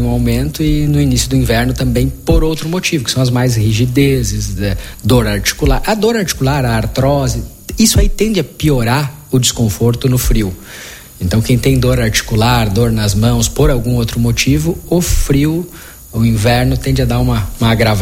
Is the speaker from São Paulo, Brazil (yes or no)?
no; Santiago, Rio Grande do Sul, Brazil; moved away as an adult; also born or lived in Passo Fundo; now in Marau, Brazil; eu sou natural de Santiago, fica região centro-oeste do estado. E acabei vindo para cá 13 anos, mais ou menos